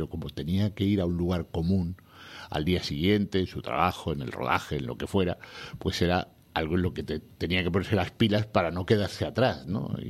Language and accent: Spanish; Bilbao, Basque Country, Spain; unos años me crié en Bilbao.